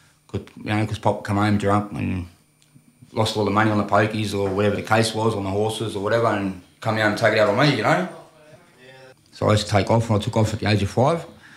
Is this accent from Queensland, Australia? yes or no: no; Sydney, New South Wales, Australia; born there; also born or lived in Wollongong / La Perouse; I grew up around the city area.